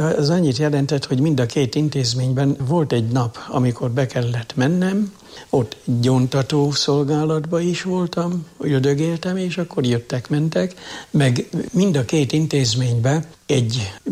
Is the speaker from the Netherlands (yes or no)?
no; Jászárokszállás, Jász-Nagykun-Szolnok, Hungary; moved away; És ami még a szülőhazám idejére visszanyúlik, ott minden első szombaton mondattak szentmisét papi hivatásokért. Na most akkor ezt elmondom. Édesanyám benne volt a tanyai világnak, a gyászárokszállási tanyai körzetnek a Rózsafűzér társulatába.